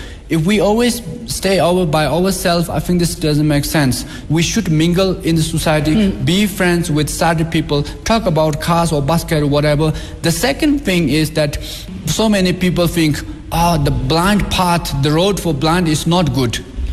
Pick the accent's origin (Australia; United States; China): China; Tibet; when I say I'm from Xizang, they will think like, wow, this is number one.